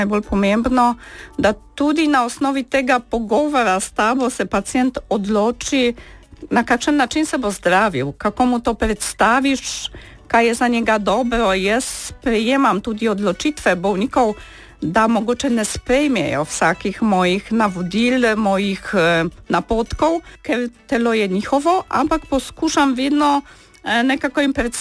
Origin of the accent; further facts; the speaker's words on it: Kraków, Lesser Poland, Poland; Slovenian is a second language; now in Slovenia; Prihajam iz Poljske, iz Krakova, tam sem študirala medicino, spoznala svojega moža in potem sva se odločila, da mogoče nadaljujeva svojo pot v Sloveniji.